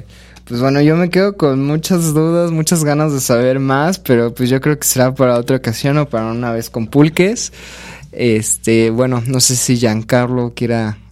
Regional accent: Quintana Roo, Mexico; also born or lived in Mérida; yo soy del sur, de Quintana Roo, y a mí me gusta, bueno, en algún tiempo viví un ratillo en Mérida.

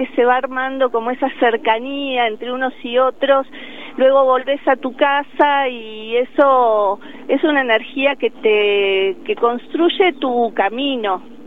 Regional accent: Los Cocos, Córdoba, Argentina; yo soy de Córdoba, de Los Cocos, un pueblo en el Valle de Punilla.

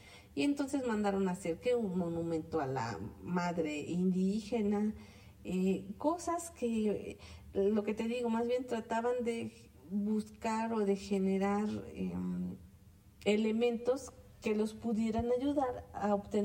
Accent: Huauchinango, Puebla, Mexico; en Huauchinango, que es de donde soy

